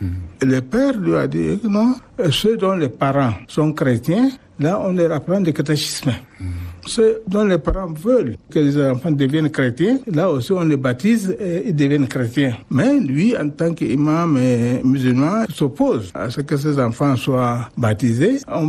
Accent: Baro, Guéra, Chad; also born or lived in Oumrane; Mais j'ai grandi à Baro, dans le canton de Ngor. Donc c'est là où j'ai grandi et j'ai fréquenté l'école.

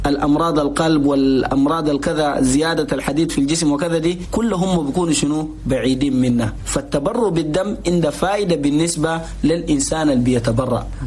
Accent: Chad; نقول لأخواننا المواطنين جميعا في بلدنا تشاد صحيح أنين قاعدين نواجه مشكلة.

